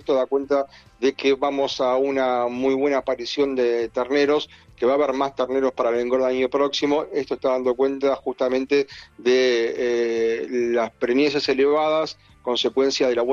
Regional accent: Rosario, Santa Fe, Argentina; Yo soy santafesino, Caro, así que sí, probé alfajores santafesinos. Soy bien. Rosarino, de hecho.

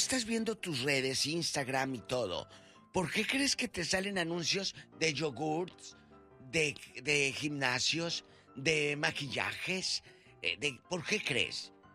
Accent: Matamoros, Tamaulipas, Mexico; moved away; a mi tierra en Matamoros

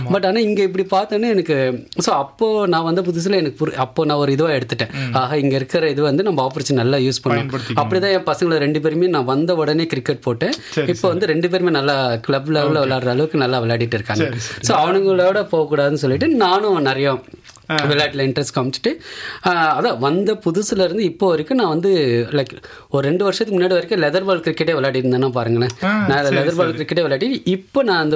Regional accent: Chennai, Tamil Nadu, India; நான் சென்னையில் பிறந்து வளர்ந்தேன்.

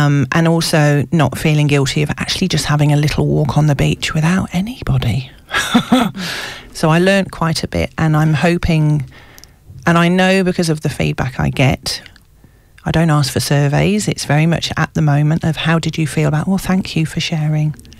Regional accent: United Kingdom; now in Australia; Somebody said, "Oh, it's just because you're British." I'm like, "Well, I'm Aussie now as well," but I know what they mean.

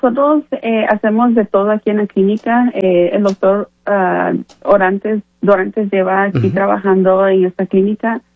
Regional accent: Guatemala; moved away; Yo soy de Guatemala originalmente.

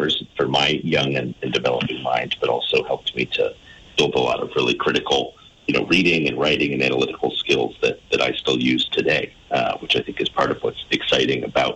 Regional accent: Putney, Vermont, United States; I mean, I grew up in Putney.

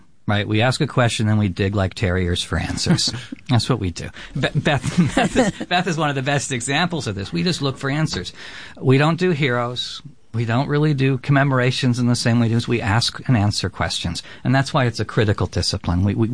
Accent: California, United States; because I grew up in California with Father Sarah, Juniper Sarah

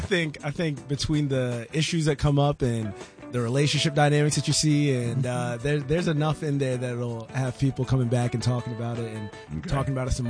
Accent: London, United Kingdom; So for me, I was born in London. I was raised by Nigerian parents.

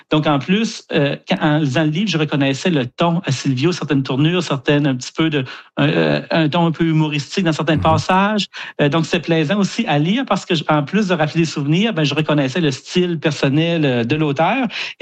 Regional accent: Kedgewick, New Brunswick, Canada; Puis moi, comme vous l'avez dit, j'ai grandi à Kedgewick, dans le nord du Nouveau-Brunswick.

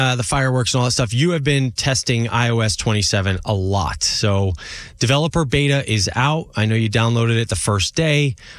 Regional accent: New Jersey, United States; I've never actually been to Philadelphia, if you can believe it, growing up in New Jersey.

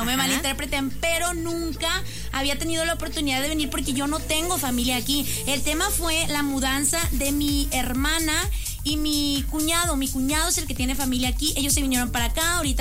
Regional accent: Sinaloa, Mexico; moved away; Yo soy de Sinaloa, entonces llegué aquí. Anteriormente allá sí estaba involucrada en medios.

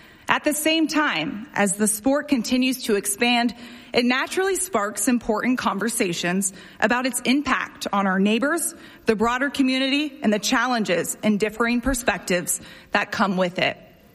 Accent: Columbus, Ohio, United States; I born and raised in Columbus.

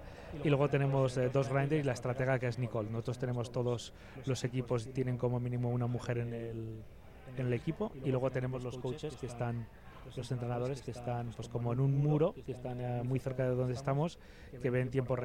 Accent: Aragon, Spain; moved away; aunque no soy de aquí, soy maño, pero ya llevo más años aquí que en mi tierra

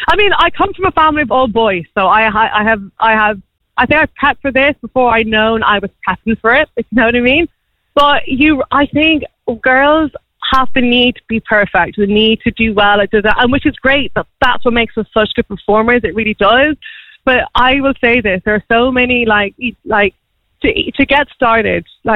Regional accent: Tullamore, Leinster, Ireland; also born or lived in Bermuda; So I'm from Tullamore myself, went to grad school, and I'm an actuary by trade. So I think having, like, a Nigerian father and, you know, immigrant parents

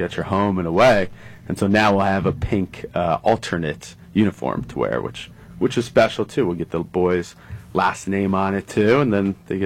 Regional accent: Westbrook, Connecticut, United States; moved away as an adult; now in Wethersfield, United States; I'm from Westbrook, Connecticut, on the shoreline.

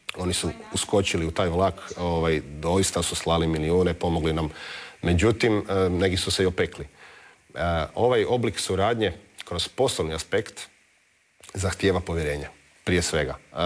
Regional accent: Zagreb, City of Zagreb, Croatia; born there; Pa ponavljam, ja sam rođen u Zagrebu

